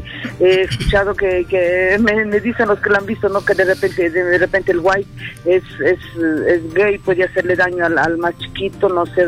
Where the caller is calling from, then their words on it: Cajamarca, Peru; Soy de Cajamarca